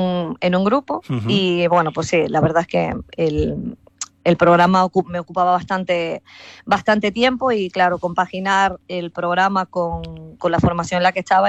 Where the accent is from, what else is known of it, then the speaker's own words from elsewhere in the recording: Antequera, Andalusia, Spain; now in Galicia, Spain; Yo me fui de ahí de Antequera porque, bueno, aquí me abrieron las puertas, la verdad, de la música.